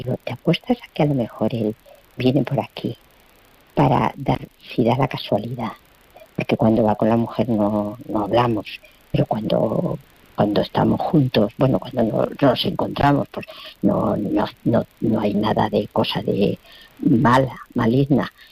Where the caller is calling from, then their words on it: Cuenca, Castilla-La Mancha, Spain; yo vivo en Cuenca.